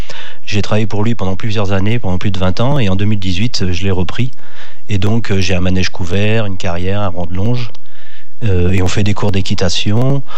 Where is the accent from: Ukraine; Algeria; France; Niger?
France; Nouvelle-Aquitaine; moved away; je viens de Charente-Maritime, il y a très très longtemps, on va dire. Et je suis né dans un centre équestre.